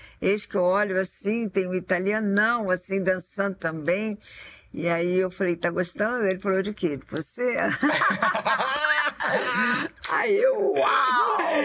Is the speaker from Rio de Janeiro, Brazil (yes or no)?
yes; Rio de Janeiro, Brazil; eu, carioca, saí do Rio de Janeiro